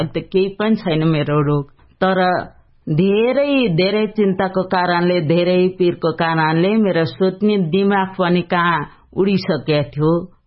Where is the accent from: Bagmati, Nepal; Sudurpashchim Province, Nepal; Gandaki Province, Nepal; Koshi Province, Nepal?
Bagmati, Nepal; Dolakha; मैले परिचय भन्दै गर्दाखेरि मेरो घर चाहिँ दोलखा हो